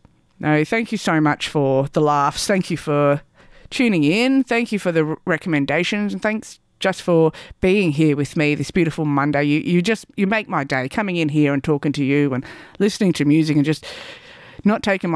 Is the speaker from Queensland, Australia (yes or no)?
no; Melbourne, Victoria, Australia; You know, I'm from Melbourne, and you want to talk about a multicultural place? Melbourne is it.